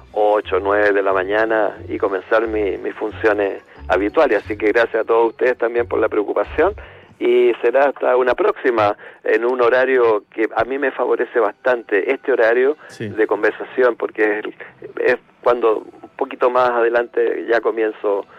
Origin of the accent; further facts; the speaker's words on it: Rengo, O'Higgins, Chile; moved away; de la ciudad de Rengo, que como he tenido varias conferencias en esa ciudad, mi ciudad natal